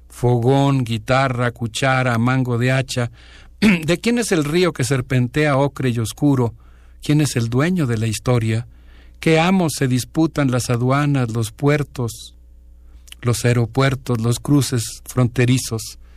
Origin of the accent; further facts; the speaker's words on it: Mexico; me siento parte como ciudadano mexicano